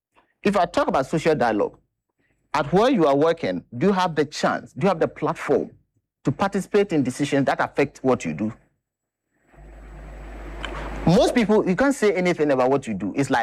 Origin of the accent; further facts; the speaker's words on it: Bono, Ghana; now in Greater Accra, Ghana; I'm not from this region, Greater Accra region, I'm from Borno region, and I know I'm here as a result of migration.